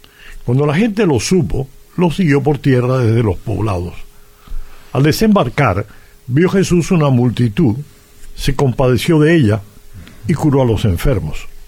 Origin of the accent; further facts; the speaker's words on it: Cuba; moved away; No, en Cuba ya una vez que salí de Cuba.